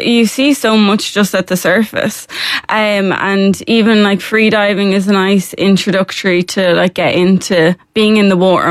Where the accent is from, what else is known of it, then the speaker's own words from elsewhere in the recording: Wexford, Leinster, Ireland; I'm from Wexford.